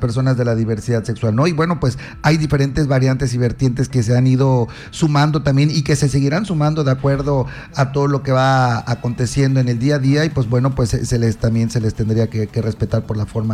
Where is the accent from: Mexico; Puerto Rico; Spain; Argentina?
Mexico; como mexicanos, como ciudadanos y como seres humanos.